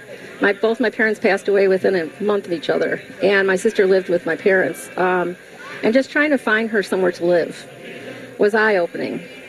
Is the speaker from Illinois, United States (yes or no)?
yes; Chicago, Illinois, United States; also born or lived in Hoffman Estates, Illinois; now in McHenry County, Illinois, United States; I grew up in Cook County. I grew up on 21st Place in Damon in the Pilsen neighborhood.